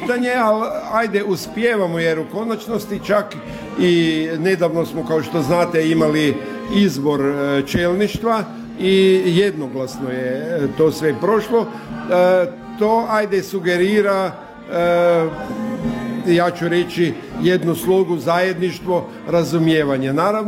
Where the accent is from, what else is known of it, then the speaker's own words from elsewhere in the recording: Međimurje County, Croatia; ja sam iz Međimurja